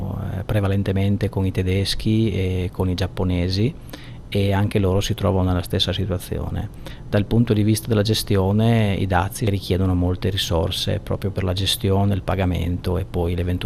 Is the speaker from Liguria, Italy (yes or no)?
no; Morsano di Strada, Friuli-Venezia Giulia, Italy; moved away as an adult; now in Pittsburgh, United States; Io sono nato e cresciuto in Friuli, ho vissuto in molti paesi del mondo, però la casa è sempre il mio Friuli.